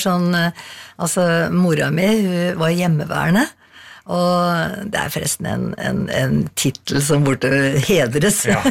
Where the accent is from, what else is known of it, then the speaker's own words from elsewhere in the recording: Skreia, Innlandet, Norway; now in Asker, Norway; Det er liksom Toten, altså Skreia, er liksom der jeg vokste opp, ikke sant? Så det er liksom røttene mine. Og så har jeg bodd nå i Asker, mye lenger da.